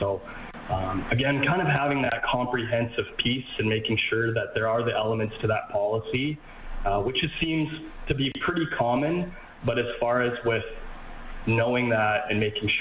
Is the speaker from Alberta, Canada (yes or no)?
yes; Red Deer, Alberta, Canada; I was born and raised in Red Deer, right in between, you know, Calgary and Edmonton.